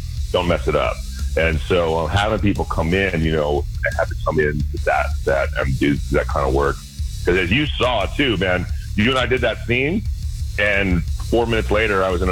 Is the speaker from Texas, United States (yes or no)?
no; Berkeley, California, United States; I grew up in Berkeley, you know, it was kind of just part of the fabric of the town.